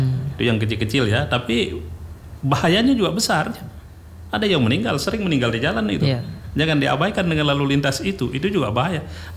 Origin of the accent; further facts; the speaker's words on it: Lhokseumawe, Aceh, Indonesia; Tapi Luxmawe depan kampung saya kena juga.